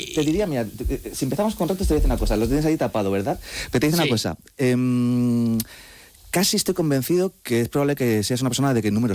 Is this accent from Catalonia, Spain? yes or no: no; Community of Madrid, Spain; mis padres son argentinos, yo soy madrileño.